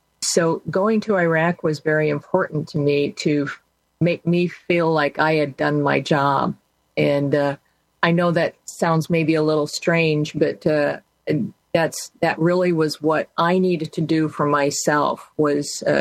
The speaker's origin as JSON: {"language": "English", "region": "Iowa", "country": "United States", "tie": "born or raised there", "said": "reserves again back in Iowa. So I was very, very fortunate. I could, you know, stay basically in my home state"}